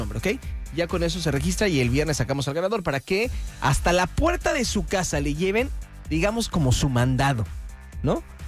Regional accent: Veracruz, Mexico; Yo soy de Veracruz y lo que más me identifica es al jarocho es tomar leche de jaiba.

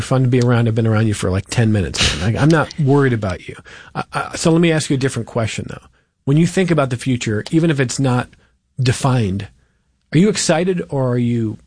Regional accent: Cleveland, Ohio, United States; now in Rochester, United States; I mean, I love living in Rochester. I grew up in Cleveland, and I got warned before I came here, like, you're not going to want to leave.

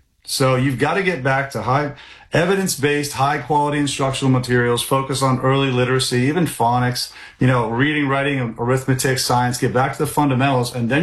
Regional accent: Maine, United States; And in southern Maine, you've got a much greater blend of more liberal Democratic focus. I'm from District 1. My wife, my family grew up here.

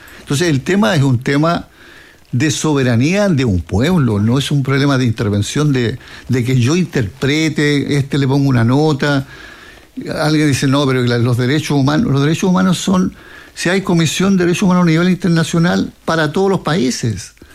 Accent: Chile; Yo soy chileno por lo demás, ¿no?

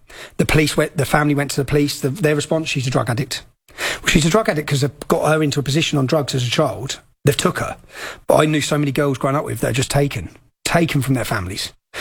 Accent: Luton, East of England, United Kingdom; born or raised there

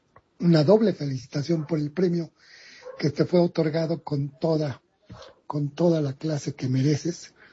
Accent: State of Mexico, Mexico; del Estado de México.

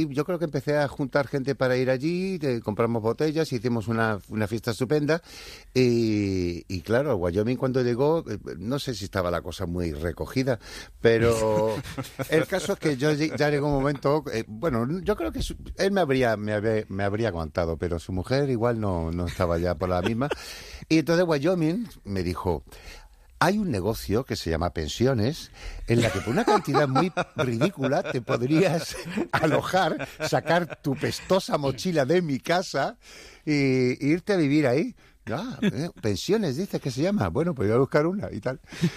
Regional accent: Cádiz, Andalusia, Spain; Pues aquí estoy, en Cádiz, mi tierra, y feliz de la vida, la verdad.

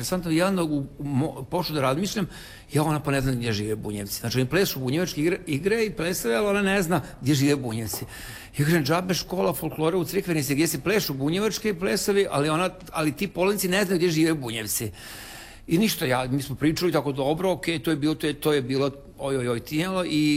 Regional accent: Tavankut, Vojvodina, Serbia; ja sam iz Vojvodine, sela Tavanko kod Subotice

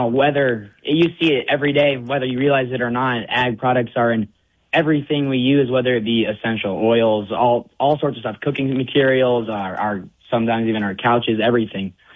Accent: Sturgis, South Dakota, United States; I'm from Sturgis, South Dakota.

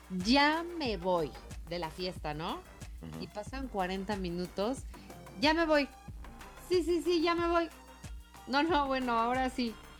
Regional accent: Mexico; Así somos los mexicanos, un poquito extraños, pero muy cariñosos.

